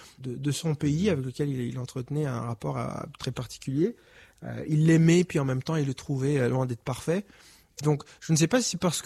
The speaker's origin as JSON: {"language": "French", "country": "Rwanda", "moved": "yes", "lives_now": "Canada", "said": "On me disait, tu viens d'où ? Je suis d'origine rwandaise. Étais-tu là pendant le génocide ? Oui, mais ma famille va bien."}